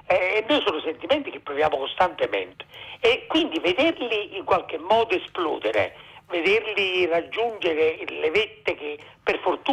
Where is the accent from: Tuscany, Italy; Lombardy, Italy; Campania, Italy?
Campania, Italy; Naples; napoletano!